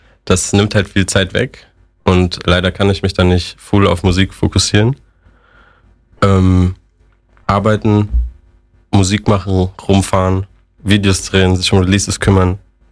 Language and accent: German; Mönchengladbach, North Rhine-Westphalia, Germany; Ich bin einfach der Typ aus Gladbach